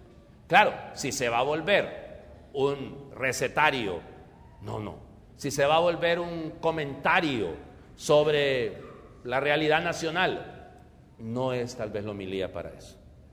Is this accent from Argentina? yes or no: no; Honduras; Pues yo soy hondureño.